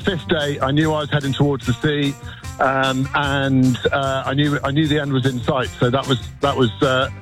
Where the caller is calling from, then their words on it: Gloucester, South West England, United Kingdom; I'm calling from sunny Gloucester.